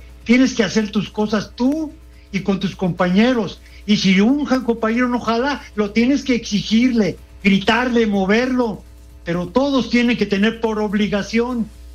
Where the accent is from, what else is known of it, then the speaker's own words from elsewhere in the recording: Mexico; soy mexicano, porque soy ser humano